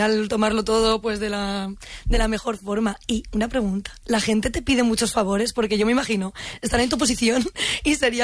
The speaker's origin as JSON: {"language": "Spanish", "town": "Peñalver", "region": "Castilla-La Mancha", "country": "Spain", "said": "yo soy de Peñalver"}